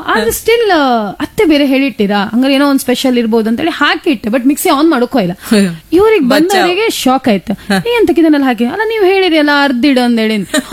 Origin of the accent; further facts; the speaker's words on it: Mangalore, Karnataka, India; moved away as an adult; now in Kundapura, India; ನಾವು ಮಂಗಳೂರಿನವರು ಬಿಡಿಸಿ ಮಾತಾಡ್ತೇವೆ